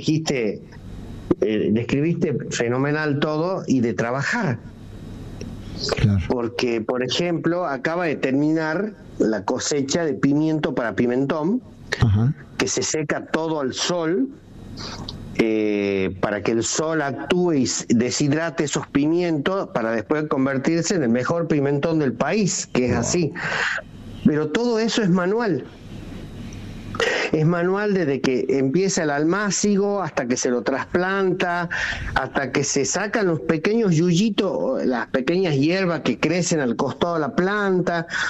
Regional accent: Salta, Argentina; Nosotros los salteños, los que somos fanáticos de Salta, porque si hay algo que tenemos los salteños, que somos muy fanáticos de nosotros mismos, de nuestra Salta querida.

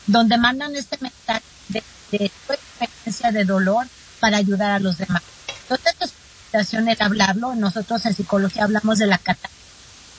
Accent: Mexico; yo soy mexicana, tenemos el Día de los Muertos

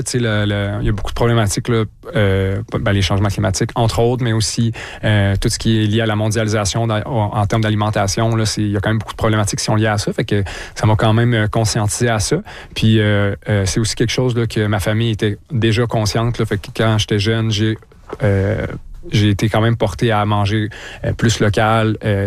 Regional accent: Quebec, Canada; moved away as an adult; now in Saguenay, Canada; Puis Alexandre et moi, on vient de la région de Québec.

